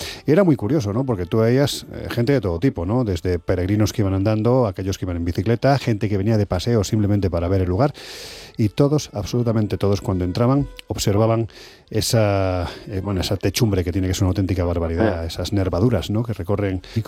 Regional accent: Andalusia, Spain; yo como soy exagerado, soy andaluz

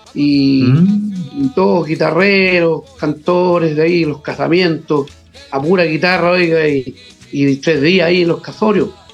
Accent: Monte Águila, Biobío, Chile; pues yo tenía que ser mi pueblo, Monte Águila, así que de ahí nace como en representación al pueblo de Monte Águila, Monte Aguilino

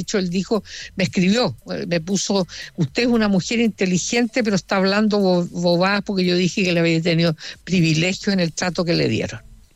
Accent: Spain; por varias razones, entre ellas porque los dos somos españoles.

